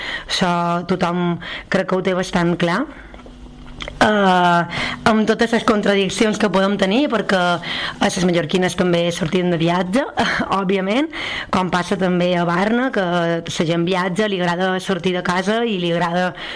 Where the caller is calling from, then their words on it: Balearic Islands, Spain; Jo com a mallorquina